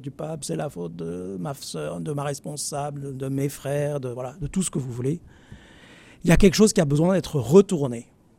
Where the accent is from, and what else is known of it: Marseille, Provence-Alpes-Côte d'Azur, France